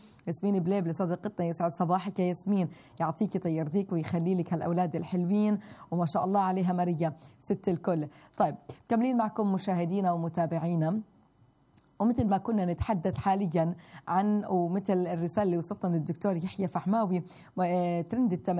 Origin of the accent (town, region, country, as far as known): Palestine